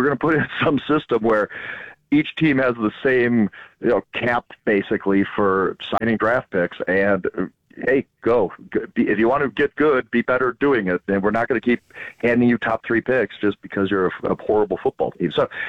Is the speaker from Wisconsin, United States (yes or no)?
yes; Wisconsin, United States; I grew up in Wisconsin